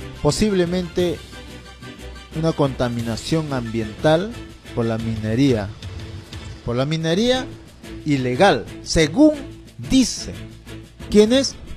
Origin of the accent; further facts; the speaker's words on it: Tambillo, Junín, Peru; now in San Ramón, Peru; Este río que viene de mi pueblo tan querido, añorado, Tambillo